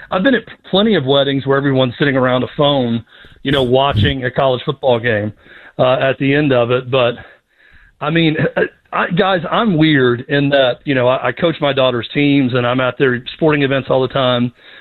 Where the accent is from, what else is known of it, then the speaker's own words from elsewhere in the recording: United States; I am an American.